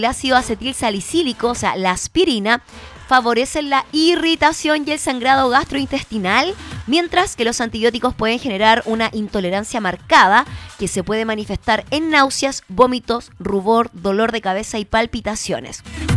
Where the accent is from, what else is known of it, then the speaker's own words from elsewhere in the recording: Chile; si somos chilenos